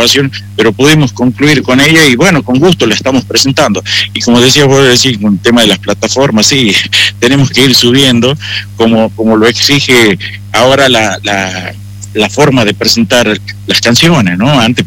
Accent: La Rioja, Argentina; que nos habla de nuestro pueblo, que nos habla de qué sentimos nosotros las personas como riojanos y como país también.

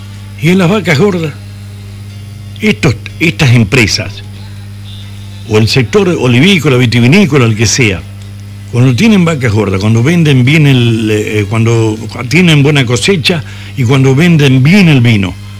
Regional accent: Chilecito, La Rioja, Argentina; born there; yo soy de Chilecito, nacido en tiempo del carnaval, en febrero nací

